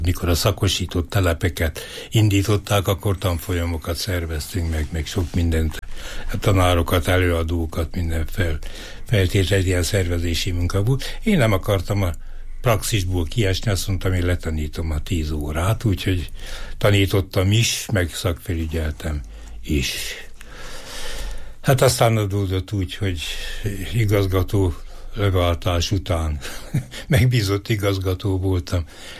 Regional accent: Eger, Heves, Hungary; born or raised there; moved away as an adult

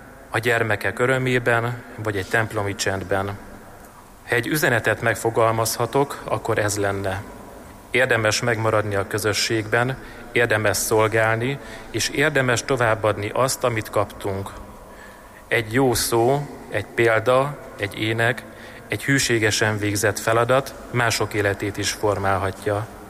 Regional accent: Sajópetri, Borsod-Abaúj-Zemplén, Hungary; és gyermekkorom óta Sajó Petriben élek. Családom több mint 200 éve kötődik ehhez a településhez, őseim is itt élő római katolikus emberek voltak.

